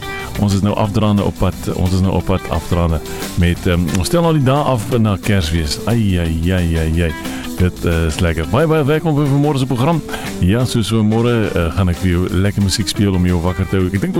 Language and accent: Afrikaans; Gordon's Bay, Western Cape, South Africa; Ek moet sê daar waar ek vandaan kom, Gordonsbaai, was het redelijk nat vanmorgen.